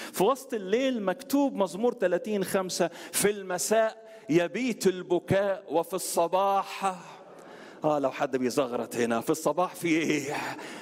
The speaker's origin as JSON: {"language": "Arabic", "town": "Alexandria", "region": "Alexandria Governorate", "country": "Egypt", "tie": "born or raised there", "said": "عندنا في اسكندريه في سيدي بش شارع الجامعي شارع الجامعي كنا احنا في شارع الشهيد. احنا شارع الشهيد ومش شارع الجامعيه،"}